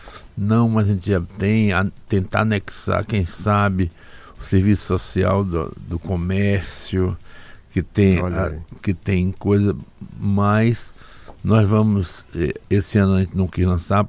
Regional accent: Northeast Region, Brazil; E eu, como sou nordestino também

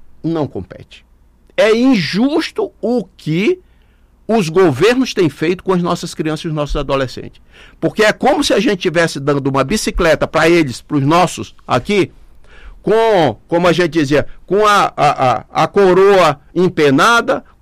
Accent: Brazil; nós que somos do Brasil

